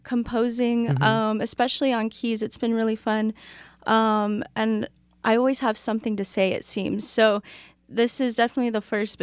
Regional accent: Sacramento, California, United States; I grew up in Sacramento

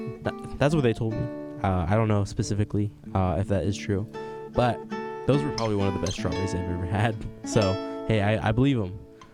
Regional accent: Sacramento, California, United States; now in Davis, United States; as a local, I'm not from Davis, but I'm from Sacramento area

